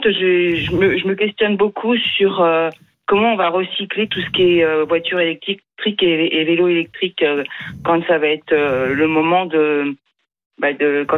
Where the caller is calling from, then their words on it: Orléans, Centre-Val de Loire, France; À Orléans, on a le tram